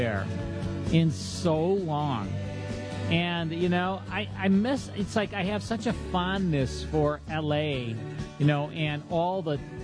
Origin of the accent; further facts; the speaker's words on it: Chicago, Illinois, United States; I was in L.A. almost as much as I was here back in my hometown, Chicago